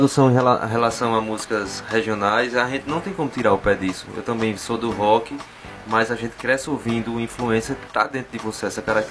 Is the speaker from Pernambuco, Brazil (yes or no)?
yes; Santa Cruz do Capibaribe, Pernambuco, Brazil; born there; also born or lived in Taquaritinga do Norte; Isso, na verdade eu nasci em Taquaritinga, ali de lado, mas a gente só foi nascer mesmo, radicado em Santa Cruz.